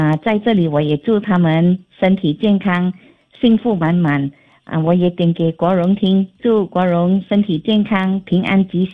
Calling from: Penang, Malaysia; 我是来自槟城渭南

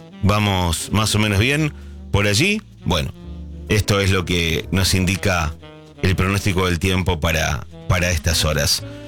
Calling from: Paraná, Entre Ríos, Argentina; Hola Hernán … de Paraná

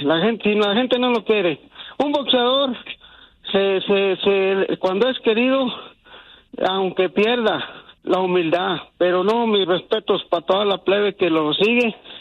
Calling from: Denver, Colorado, United States; aquí lo escuchamos y ustedes son los número uno aquí, puro Denver, Colorado.

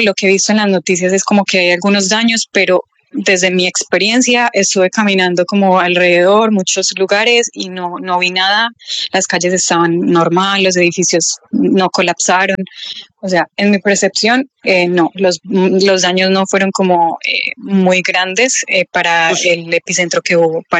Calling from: Medellín, Antioquia, Colombia; Yo vivo en Medellín.

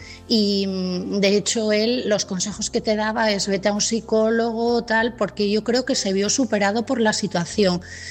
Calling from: Asturias, Spain; de Asturias y mi mensaje esta noche es para Silvia.

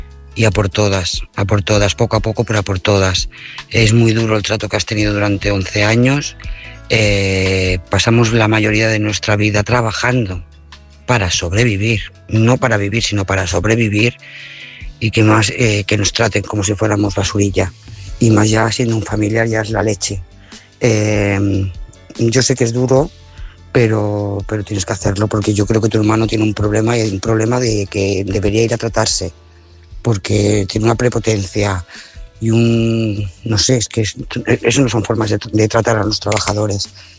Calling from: Lloret de Mar, Catalonia, Spain; Lloret de Mar

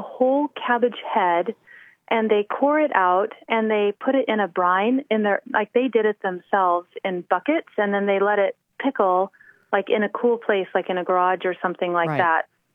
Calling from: Idaho, United States

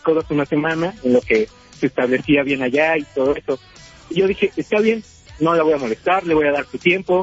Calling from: Metepec, State of Mexico, Mexico; Yo soy de Metepec, Estado de México.

